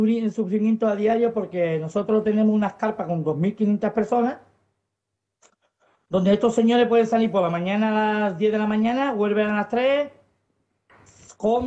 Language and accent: Spanish; Ceuta, Spain